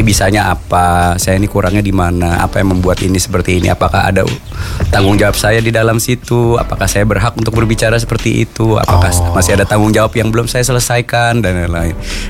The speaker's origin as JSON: {"language": "Indonesian", "region": "Java", "country": "Indonesia", "accent": "Sundanese", "said": "sebagai orang Jawa. Tapi logatnya"}